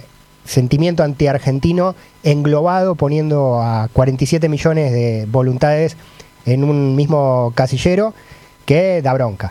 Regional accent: Argentina; Estos somos los argentinos. O por lo menos, estos somos también los argentinos y argentinas.

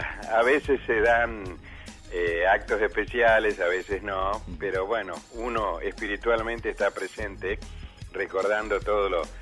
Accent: Corrientes, Argentina; now in Tucumán, Argentina; en realidad yo soy tucumano, nada más que me crié en la provincia de Corrientes

